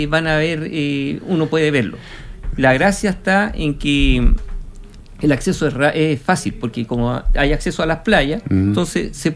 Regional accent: Iquique, Tarapacá, Chile; born there; moved away as an adult; si bien yo soy iquiqueño

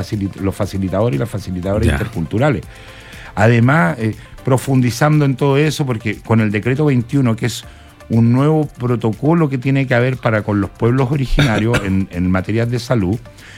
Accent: Tarapacá, Chile; ese afecto que tenemos los guarinos con toda la región

